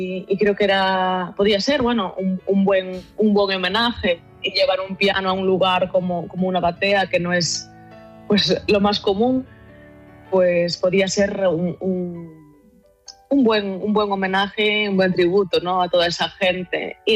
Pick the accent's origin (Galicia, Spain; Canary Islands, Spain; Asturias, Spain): Galicia, Spain; Boiro; also born or lived in Poland; Pues mira, empecé cerca de mi pueblo, que yo vivo en Boiro, uh-huh. Empecé en Ribeira, y luego al acabar el profesional me fui a Vigo, al Conservatorio Superior, y luego ya pasé a irme a Polonia